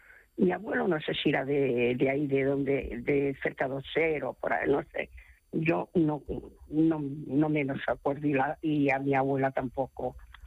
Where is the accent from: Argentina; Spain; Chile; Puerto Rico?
Spain; Vigo, Galicia; also born or lived in Villar de Rey; yo me crié aquí en Vigo.